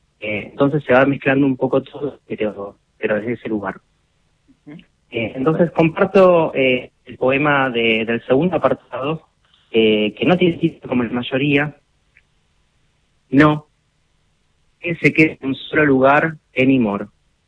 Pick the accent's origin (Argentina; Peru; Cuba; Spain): Argentina; Sarmiento; al menos las de mi pueblo, yo soy de un pueblo, yo soy de Sarmiento